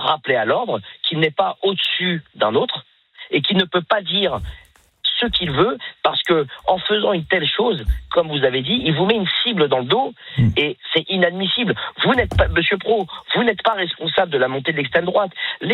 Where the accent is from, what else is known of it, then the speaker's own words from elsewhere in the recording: France; Moi, je suis d'origine tunisienne, d'accord. Je suis français d'origine tunisienne.